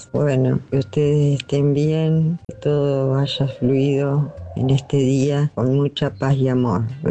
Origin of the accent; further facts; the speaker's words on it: Lincoln, Buenos Aires Province, Argentina; now in La Plata, Argentina; linqueña desde La Plata.